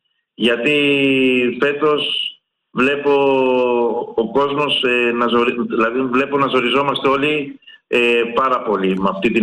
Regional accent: Central Greece, Greece; now in Chalkida, Greece; Εγώ είμαι κοντά, είμαι από τη Βόρειο Εύβοια, καταγωγή μου και εμένα. Από το Εσμήνιο, Δήμο Εστίας Ερυψού.

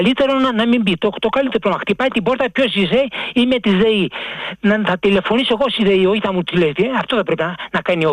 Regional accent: Glyfada, Attica, Greece; από τη Γλυφάδα.

